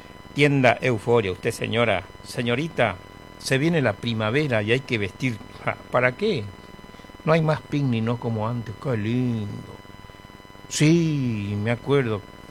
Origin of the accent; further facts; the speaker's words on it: Presidencia de la Plaza, Chaco, Argentina; moved away; También saludo a toda mi gente de Presidencia de la Plaza, a mi pueblo en Presidencia de la Plaza, Chaco